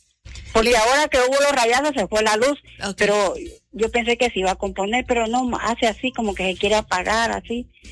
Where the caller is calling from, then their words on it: Mexico; De aquí, barrio Benito Juárez.